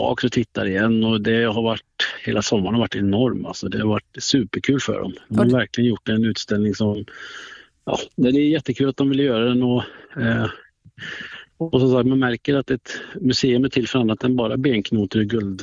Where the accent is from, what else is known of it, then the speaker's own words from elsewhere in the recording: Skara, Västra Götaland County, Sweden; Jag är uppvuxen i Skara och det vet ju vem som kommer därifrån. Och vi bodde ju granne med honom sedan jag var liten.